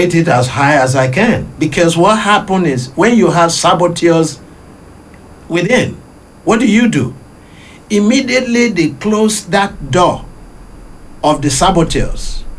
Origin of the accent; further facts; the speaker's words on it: Nigeria; I'm talking now as a Nigerian citizen.